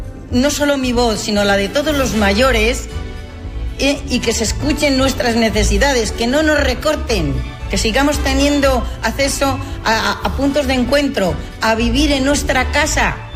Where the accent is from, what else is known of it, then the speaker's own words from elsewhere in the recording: Sardón de los Frailes, Castile and León, Spain; born there; moved away; Yo soy de Sardón de los Frailes, nacida aquí y he vuelto otra vez cuando me he jubilado. Como persona mayor de este pueblo